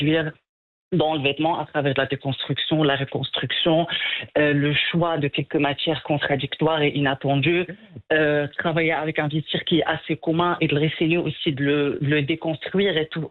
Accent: Morocco; c'est pas l'esthétique hyper visuelle qu'on avait l'habitude d'absorber en tant que Marocain.

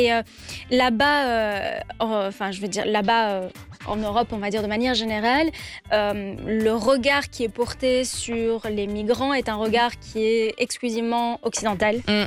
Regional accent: Belgium; Alors que non, en fait, on est belge. On a des nationalités, il y en a qui ont grandi en Belgique, qui sont nés en Belgique, enfin voilà.

